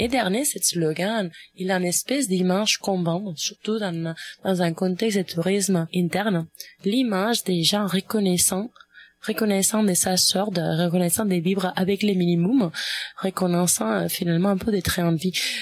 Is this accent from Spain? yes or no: yes; Spain; now in Canada; Moi, je viens de l'Espagne, qui c'est quand même une monarchie parlementaire.